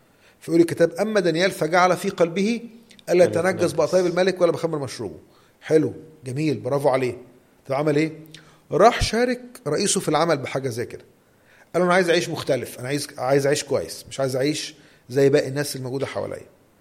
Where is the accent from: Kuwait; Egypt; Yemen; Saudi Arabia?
Egypt; في ناس يا كريم بلغتنا كمصريين بتتلكك